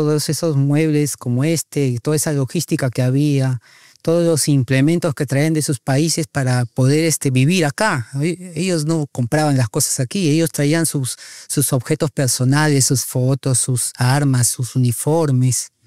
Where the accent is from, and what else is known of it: Peru